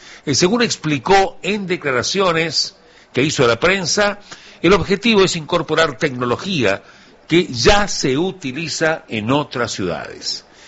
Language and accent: Spanish; Uruguay